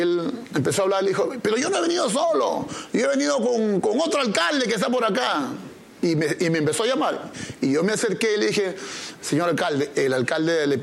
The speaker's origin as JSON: {"language": "Spanish", "town": "Comas", "region": "Lima", "country": "Peru", "tie": "born or raised there", "said": "Yo nací en Coyique, en Comas, en la tercera zona."}